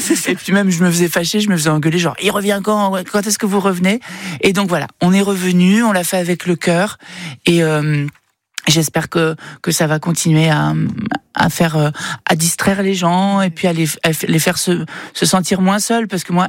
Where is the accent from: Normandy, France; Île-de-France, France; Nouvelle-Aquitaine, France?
Nouvelle-Aquitaine, France; Moi, je viens du Limousin